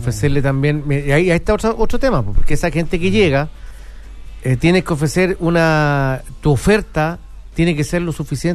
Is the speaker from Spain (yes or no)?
no; San Felipe, Valparaíso, Chile; Yo no sé si los San Felipeños tenemos cara que uno dice soy de San Felipe, pero uno se encuentra con mucha gente de acá.